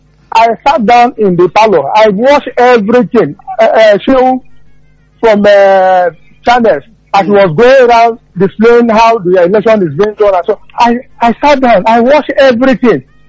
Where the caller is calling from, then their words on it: Olugbo, Nigeria; I'm calling you from Olugbo.